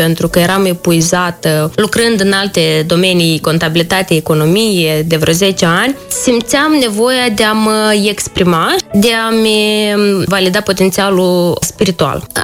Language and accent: Romanian; Chișinău, Moldova; born there; also born or lived in Bender, Moldova; Eu m-am născut în orașul Bender, din zona Tighina, dar am plecat de acasă să-mi fac studiile, cred că la 9 ani de zile, în clasa 3-a. Deci începând de la 9 ani de zile, sunt aici la Chișinău, mai aproape de limba română.